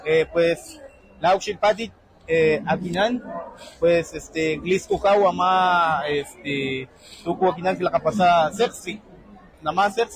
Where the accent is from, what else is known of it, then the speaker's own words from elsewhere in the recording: Coyutla, Veracruz, Mexico; Venimos de la zona del Totonacapan, de la comunidad de Panorama, municipio de Coyutla, Veracruz.